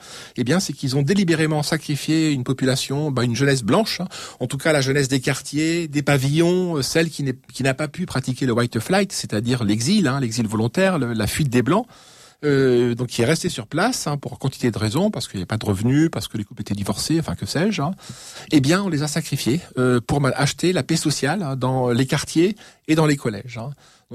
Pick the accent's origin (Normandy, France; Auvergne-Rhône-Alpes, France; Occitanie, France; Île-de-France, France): Île-de-France, France; Paris; Moi, je suis parisien. Alors, je suis trop jeune, certes. Mais mes parents sont parisiens. Petit bourgeois, mais quand même néanmoins parisien.